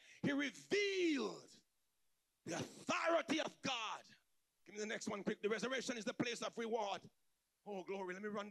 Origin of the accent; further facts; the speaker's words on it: St. Vincent & Grenadines; moved away; I grew up in St. Vincent.